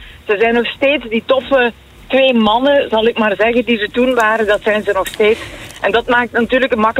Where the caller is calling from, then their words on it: Flanders, Belgium; dus wij zijn Limburgers.